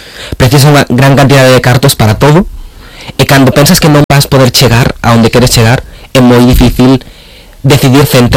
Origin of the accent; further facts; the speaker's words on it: A Coruña, Galicia, Spain; eu son coruñés, e, por exemplo, meus pais, a primeira vez que se mudaron, foi un piso de protección oficial